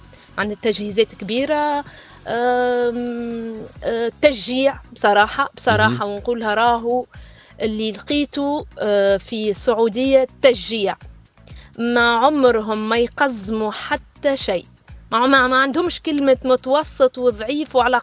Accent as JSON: {"language": "Arabic", "country": "Tunisia", "moved": "as an adult", "lives_now": "Saudi Arabia", "said": "أنا والله سعيدة اللي أنا تونسية،"}